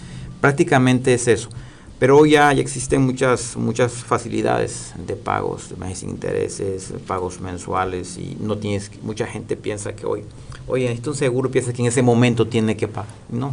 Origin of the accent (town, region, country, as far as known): Mexico